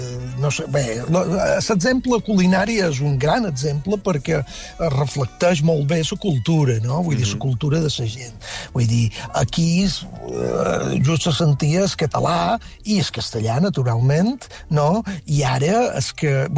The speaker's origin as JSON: {"language": "Catalan", "town": "Felanitx", "region": "Balearic Islands", "country": "Spain", "lives_now": "New York, United States", "said": "de Felanitx, sí, sí."}